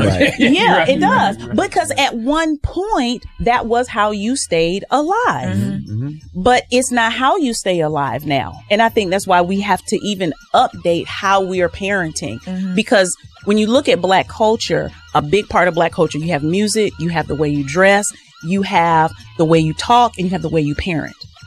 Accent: Southern United States, United States; born or raised there

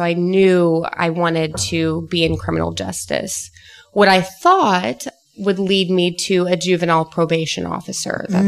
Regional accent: Jerseyville, Illinois, United States; moved away as an adult; now in Evansville, United States; it's Jerseyville, Illinois. It's about 50 miles north of St. Louis. It's a very small farming community. In fact, we had one middle school, one high school.

